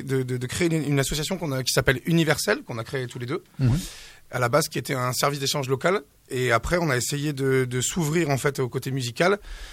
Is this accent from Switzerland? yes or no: no; Auvergne-Rhône-Alpes, France; now in Capbreton, France; Moi, j'ai grandi en Auvergne et ça fait des années que je suis là.